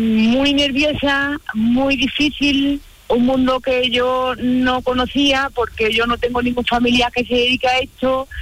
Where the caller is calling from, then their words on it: Montalbán de Córdoba, Andalusia, Spain; No, porque yo soy de Montalbán, de Córdoba.